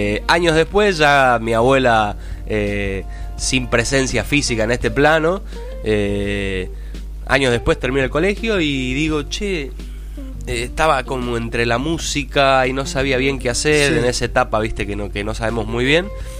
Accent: Salta, Argentina; born there; moved away as an adult; yo en Salta, acostumbrado a hacer empanada locro, mazamorra.

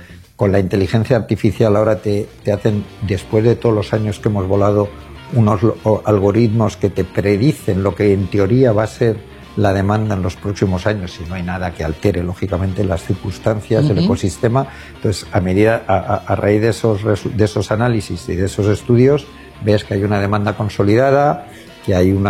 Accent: Spain; Para ti, que eres argentino, para mí, que soy español, desde luego me apetece mucho más venir a Buenos Aires que ir a París

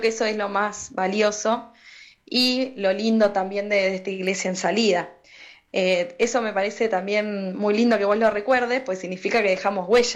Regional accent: San Nicolás de los Arroyos, Buenos Aires Province, Argentina; now in Buenos Aires, Argentina; Vengo de la ciudad de San Nicolás, no soy de acá, digamos, vivo hace mucho tiempo en Capital Federal, pero anduve mucho por la región litoral

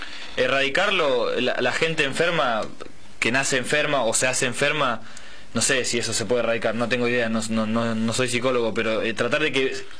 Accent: Florencio Varela, Buenos Aires Province, Argentina; yo soy de Varela

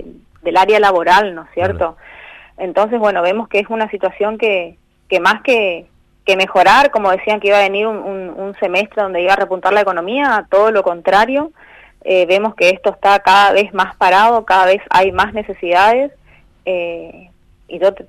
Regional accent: Argentina

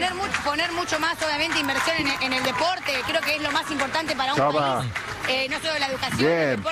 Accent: Argentina; Sí, sabemos que somos como argentinas, todo cuesta un poquito más

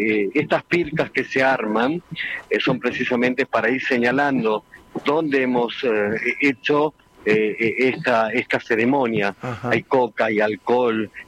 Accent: La Quiaca, Jujuy, Argentina; moved away; yo soy de La Puna y muchos de las generaciones que vinieron después que yo me fui de La Quiaca

